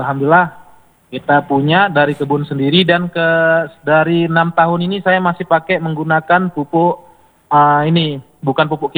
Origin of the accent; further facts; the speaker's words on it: Aceh, Indonesia; dari negeri kita, Gayo